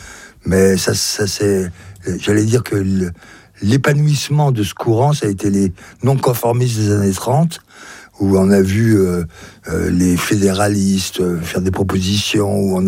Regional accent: Belley, Auvergne-Rhône-Alpes, France; je suis chez moi à Belley. Mes parents, mon père y a exercé son activité économique et en même temps était premier adjoint. Ma mère est née là et nous a élevés ici.

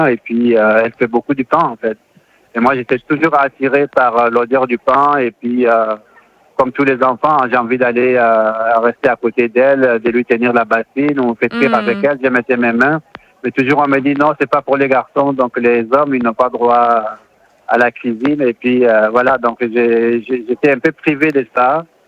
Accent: north, Chad; moved away as an adult; also born or lived in Algeria; Donc moi, je viens du nord du Tchad, donc je fais partie d'une famille nomade sédentarisée.

